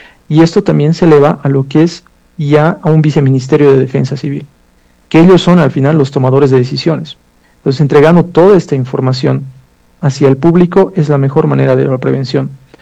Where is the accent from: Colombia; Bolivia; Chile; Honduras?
Bolivia; en mi país, por lo menos en Bolivia, lo manejamos con mucho cuidado